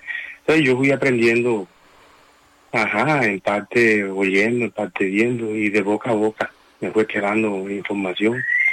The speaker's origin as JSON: {"language": "Spanish", "town": "San Juan", "region": "Bolívar", "country": "Colombia", "tie": "born there"}